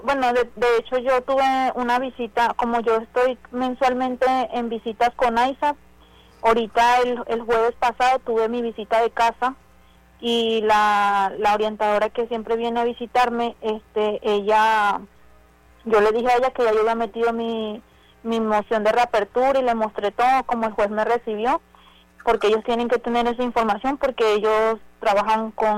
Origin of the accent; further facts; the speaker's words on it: Venezuela; Yo soy venezolana y yo entré con una, bueno, aquí se preparó un asilo